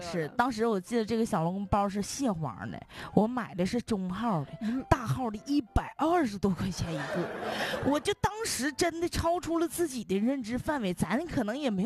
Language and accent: Chinese; China